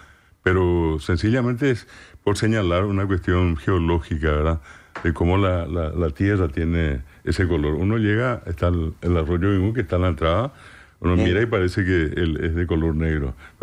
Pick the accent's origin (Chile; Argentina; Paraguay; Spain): Paraguay